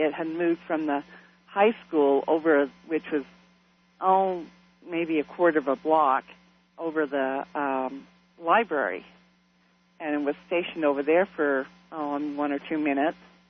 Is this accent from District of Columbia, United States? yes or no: no; Roy, Utah, United States; I am from Roy, Utah.